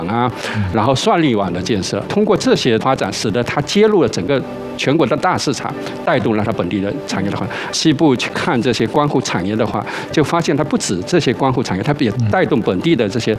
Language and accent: Chinese; China